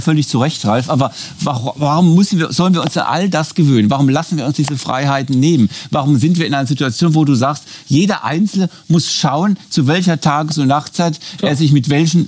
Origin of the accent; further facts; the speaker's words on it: Germany; Ich bin Deutscher, ich will gerne hier leben